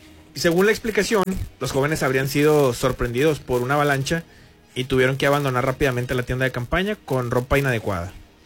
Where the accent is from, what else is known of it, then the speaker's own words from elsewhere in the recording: Russia; Spanish is a second language; Sí, se va, soy ruso.